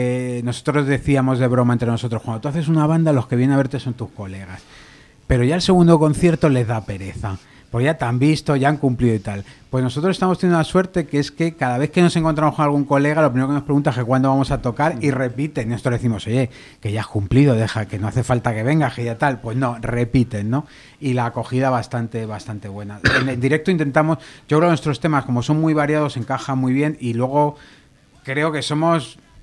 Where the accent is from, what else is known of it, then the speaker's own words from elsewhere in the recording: Madrid, Community of Madrid, Spain; now in Daganzo, Spain; yo, aunque llevo 20 y tantos años en Daganzo, soy de Barrio del Pilar.